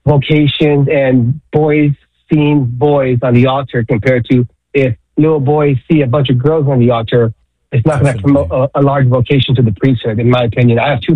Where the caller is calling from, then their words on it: California, United States; I'm 40 years old, and I come from the Orange Diocese as a young child.